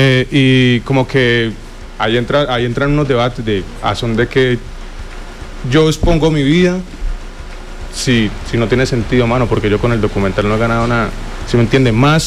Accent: Gramalote, Norte de Santander, Colombia; yo soy orgulloso de donde soy. Me encanta decir que soy de Gramalote

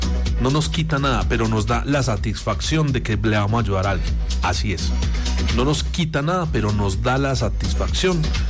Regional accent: Colombia; así somos los colombianos. Por eso es que a los extranjeros les encanta tanto venir aquí a Colombia, porque dicen que los colombianos somos únicos. Somos muy buenos los colombianos

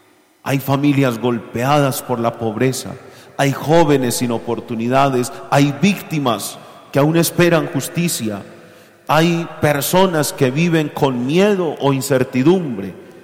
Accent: Angostura, Antioquia, Colombia; como pueblo colombiano, antioqueño y angostureño

